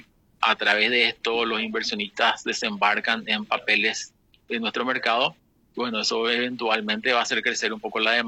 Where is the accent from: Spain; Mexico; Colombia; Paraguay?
Paraguay